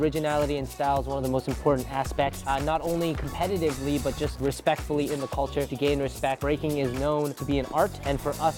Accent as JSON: {"language": "English", "town": "Vancouver", "region": "British Columbia", "country": "Canada", "said": "I come from Vancouver, BC, Canada, and I'm 27 years old."}